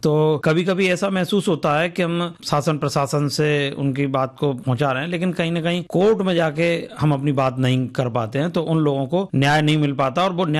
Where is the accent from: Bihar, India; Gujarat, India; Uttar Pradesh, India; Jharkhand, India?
Uttar Pradesh, India; Agra; देखिए, मैं प्रॉपर आगरा से ही हूं और आगरा में ही मेरा जन्म हुआ है